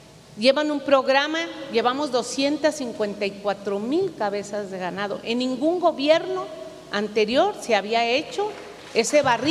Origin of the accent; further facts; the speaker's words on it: Veracruz, Mexico; Y hoy Veracruz nuevamente vuelve a ser punta de lanza, porque así somos los veracruzanos.